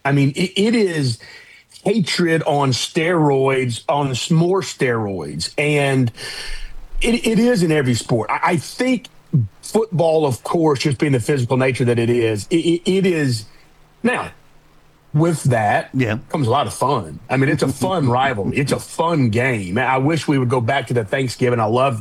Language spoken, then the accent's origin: English; Starkville, Mississippi, United States; growing up in Starkville as a child, going to Mississippi State, going to law school at Ole Miss